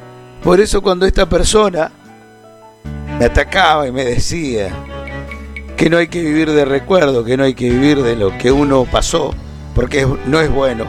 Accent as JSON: {"language": "Spanish", "town": "Carcarañá", "region": "Santa Fe", "country": "Argentina", "tie": "born or raised there", "said": "De mi barrio, de donde vengo, de mi pueblo, que es Carcarañá."}